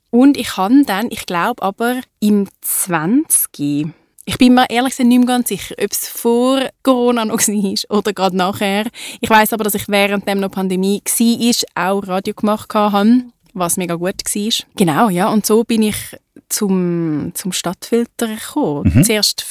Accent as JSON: {"language": "German", "town": "Winterthur", "region": "Zurich", "country": "Switzerland", "tie": "born or raised there", "said": "Ich bin in Winterthur geboren."}